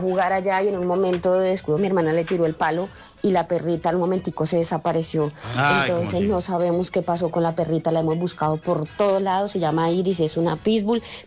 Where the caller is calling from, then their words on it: Colombia; Nosotros somos de la Comuna 7, del barrio de Modelia, y de Modelia 2